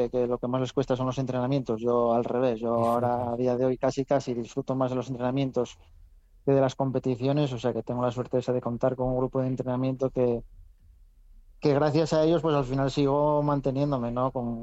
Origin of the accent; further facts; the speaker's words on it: Ribadesella, Asturias, Spain; yo soy de Ribe de Sella y entreno en Ribe de Sella